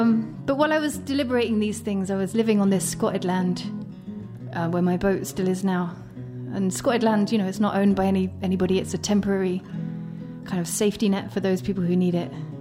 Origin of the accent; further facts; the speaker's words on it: South East England, United Kingdom; accent: British; moved away as an adult; also born or lived in East London; this is from where I think of as my hometown. This is East London. I actually grew up on the South Coast, and that's where I was a busker for many, many years. And then I moved to London, and I moved onto a riverboat where I lived for 15 years, five of which I had no electricity and no heating.